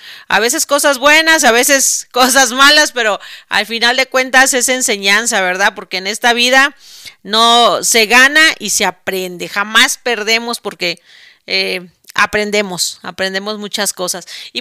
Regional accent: Mexico; now in United States; médico mexicana y asesora de bienestar por parte de la compañía Tonic Life en Estados Unidos.

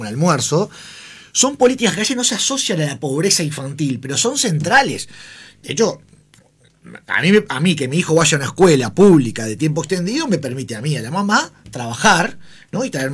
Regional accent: Uruguay; nosotros como sociedad uruguaya

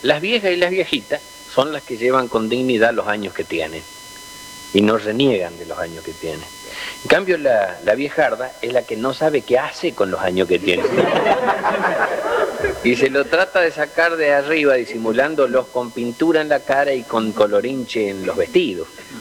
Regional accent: Chaco, Argentina; yo soy chaqueño

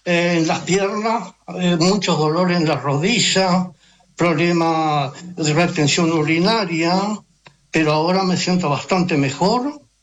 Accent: Treinta y Tres, Uruguay; born there; now in San Carlos, Uruguay; soy nacido en el departamento Quinta Sesión del 33 y Blanco de Aparicio Saravia.

